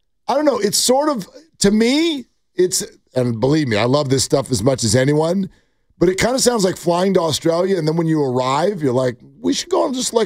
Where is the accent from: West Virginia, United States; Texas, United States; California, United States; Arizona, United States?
California, United States; I'm from California, and this is how I talk.